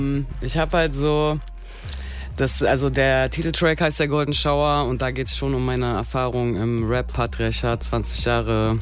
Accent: Berlin, Germany; Ich komme auch aus Berlin

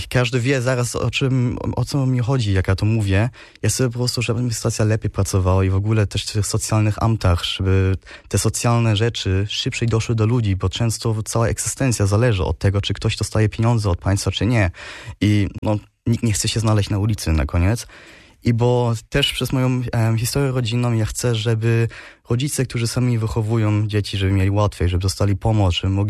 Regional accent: Berlin, Germany; się tutaj urodziłem w Berlinie i wychowywałem się tutaj w Berlinie i też działam politycznie w Berlinie

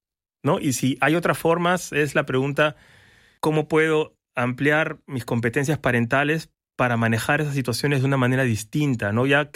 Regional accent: Peru; now in Germany; soy de Perú.

